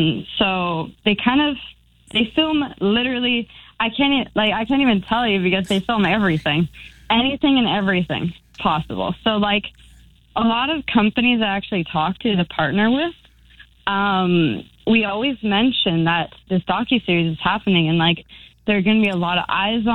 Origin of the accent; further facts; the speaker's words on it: Canada; I'm racing with a Canadian team, and I'm Canadian, and racing in America in a big sports car.